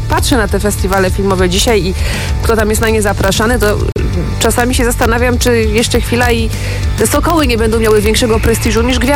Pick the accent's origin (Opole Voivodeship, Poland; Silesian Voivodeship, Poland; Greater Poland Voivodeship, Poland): Silesian Voivodeship, Poland; ja jestem dziołcha ze Śląska.